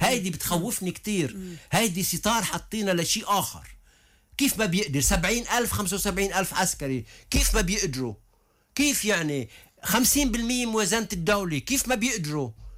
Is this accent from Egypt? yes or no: no; Lebanon; على الاخر خليجي بمحل بيصدمك كلبنانية طبعا